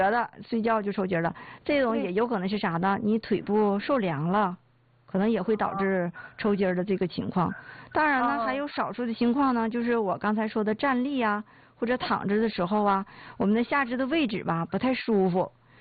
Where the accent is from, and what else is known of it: China